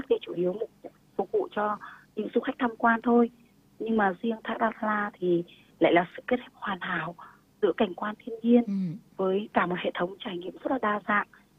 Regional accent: Da Lat, Lam Dong, Vietnam; chị sinh ra và lớn lên ở Đà Lạt.

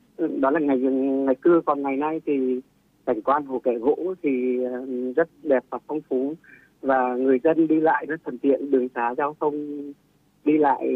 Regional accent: Can Loc, Hà Tĩnh, Vietnam; À đúng rồi, mình quê ở gốc ở Can Lộc, Hà Tĩnh.

